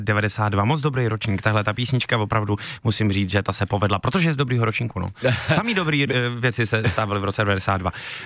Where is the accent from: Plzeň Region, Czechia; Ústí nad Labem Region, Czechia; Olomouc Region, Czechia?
Ústí nad Labem Region, Czechia; Kadaň; u nás v Kadani je stadion, ale tam bych rozhodně jako nedělal takovýhle jako koncert